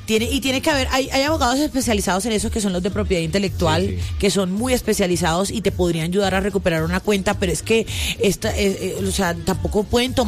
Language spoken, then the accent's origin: Spanish; Barranquilla, Atlántico, Colombia; Soy barranquillera